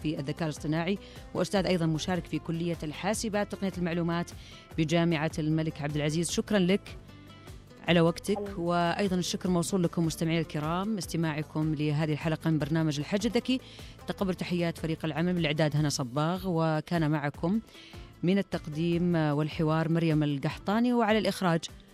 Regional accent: Saudi Arabia; طبعا احنا نفخر فيها كسعوديين ونفخر بوجودها

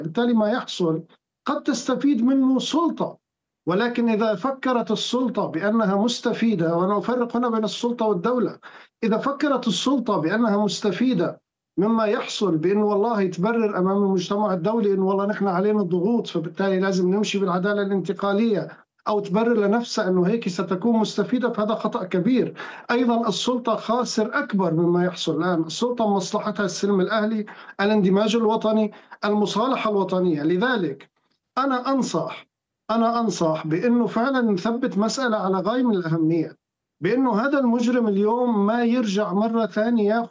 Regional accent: Syria; نحن شعب سوري

